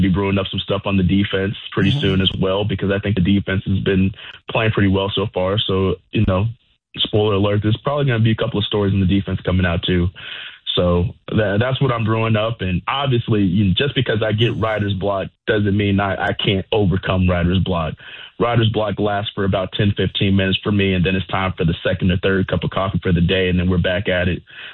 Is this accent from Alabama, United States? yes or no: yes; Alabama, United States; moved away; And obviously I'm from Alabama. I can take a little bit of heat. I like warm weather.